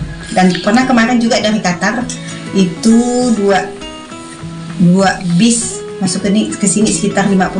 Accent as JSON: {"language": "Indonesian", "town": "Sambas", "region": "West Kalimantan", "country": "Indonesia", "tie": "born or raised there", "moved": "as an adult", "lives_now": "Pontianak, Indonesia", "said": "Di Sambas, waktu kecil ibu belajar di Sambas. Cuman ibu di tahun 99 ibu pindah ke Pontianak."}